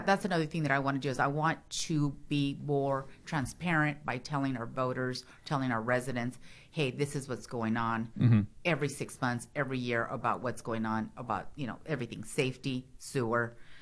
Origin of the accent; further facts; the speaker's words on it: Bakersfield, California, United States; I'm from Rexland. We had a septic tank.